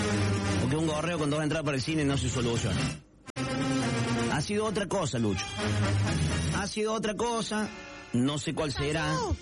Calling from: Alberdi, Argentina

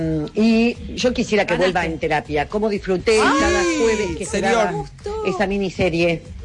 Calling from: San Isidro, Buenos Aires Province, Argentina; de San Isidro 429.

